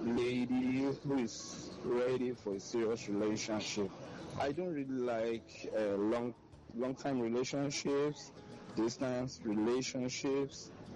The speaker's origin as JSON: {"language": "English", "region": "Abia", "country": "Nigeria", "lives_now": "Lagos, Nigeria", "said": "I'm from the eastern part of Nigeria. Okay. Abia."}